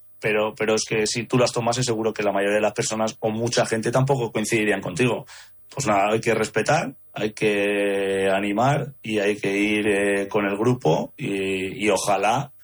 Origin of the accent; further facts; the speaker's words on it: Spain; me considero parte de ello, o sea, como español que me siento.